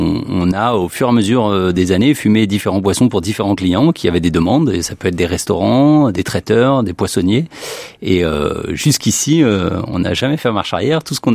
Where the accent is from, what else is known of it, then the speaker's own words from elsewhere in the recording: Auvergne-Rhône-Alpes, France; Donc on est de la Dombes, on aime le poisson, on a été bercé avec, et reprendre une société dans ce patrimoine culturel et dans cette zone géographique, pour nous, c'était une évidence.